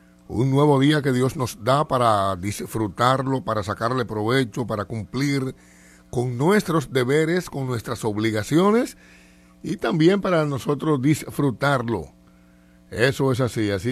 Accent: Dominican Republic; Hace muchos años estamos conectados con nuestros coterráneos en todo el mundo, donde quiera que estén los dominicanos.

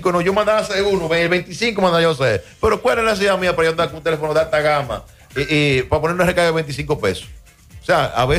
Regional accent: Dominican Republic; Somos dominicanos.

